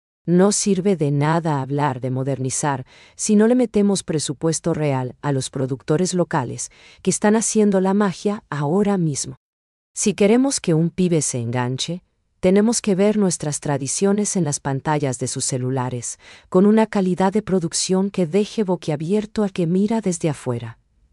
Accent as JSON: {"language": "Spanish", "country": "Paraguay", "said": "Eso es lo que nos define como paraguayos."}